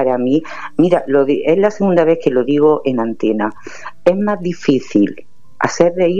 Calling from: Andalusia, Spain; yo te llamo de Granada del Norte.

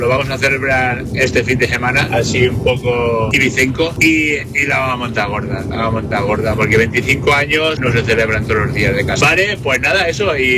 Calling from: Gatoa, Spain; aquí en mi pueblo, en Gatoa.

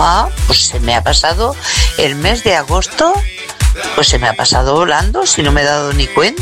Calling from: Sabadell, Catalonia, Spain; de Sabadell.

